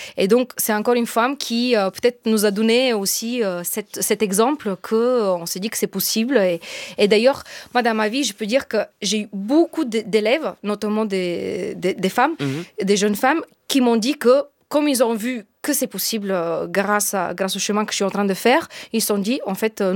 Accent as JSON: {"language": "French", "country": "Bulgaria", "tie": "born or raised there", "second_language": "French", "moved": "yes", "lives_now": "France", "said": "En fait, j'ai grandi en Bulgarie, dans une famille de musiciens."}